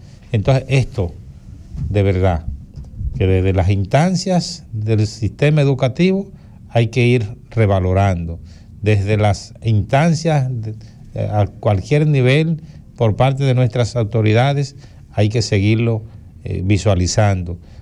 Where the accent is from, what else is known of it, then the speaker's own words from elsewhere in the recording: Dominican Republic; mi país, en la República Dominicana